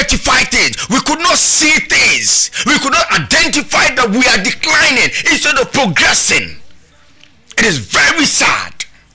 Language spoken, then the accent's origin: English; Ghana; as a Ghanaian, it is very, very sad that we find ourselves in this kind of state.